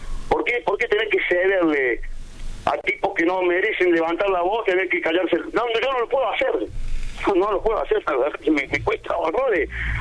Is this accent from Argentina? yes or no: yes; Argentina; sabiendo cómo somos los argentinos, que pensamos con el bolsillo